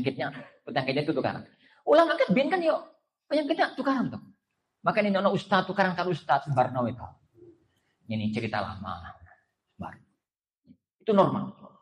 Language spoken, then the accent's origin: Indonesian; Java, Indonesia; Kita tuh orang Jawa ya, Wan.